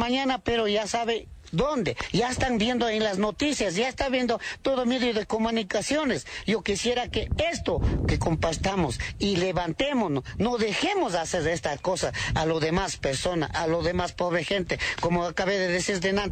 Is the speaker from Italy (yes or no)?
no; Cotopaxi, Ecuador; nosotros, gente indígena, la mayoría estamos aquí en Santa Rosa de Pichul, por ejemplo, de aquí al lado, somos de Huangaje, Tiwa, Guayama, Chukchilán, Moreta, Zumbagua, Huantopol